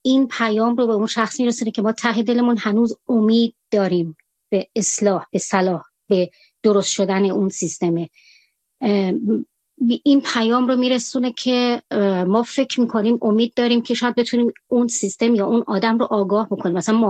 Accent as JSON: {"language": "Persian", "country": "Iran", "said": "من به عنوان من به عنوان یه ایرانی اصلا روانشناس نیستم."}